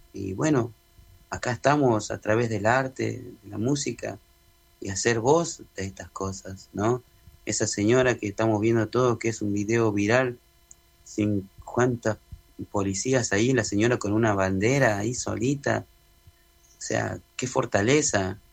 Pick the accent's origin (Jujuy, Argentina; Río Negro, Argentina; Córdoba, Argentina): Jujuy, Argentina; Humahuaca